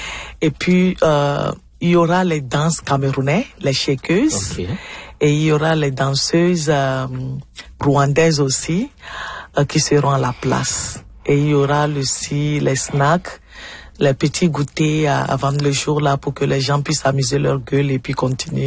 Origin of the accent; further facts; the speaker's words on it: Togo; now in Manitoba, Canada; je suis togolaise